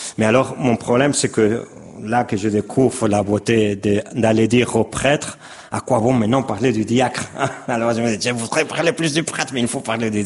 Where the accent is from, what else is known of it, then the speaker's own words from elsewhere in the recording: Barcelona, Catalonia, Spain; moved away as an adult; also born or lived in France; now in Valencia, Spain; je suis espagnol, catalan de Barcelone.